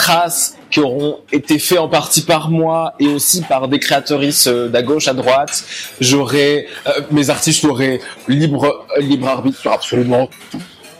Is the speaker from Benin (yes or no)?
no; France; born there; je suis né en France. Je suis aussi dans mon pays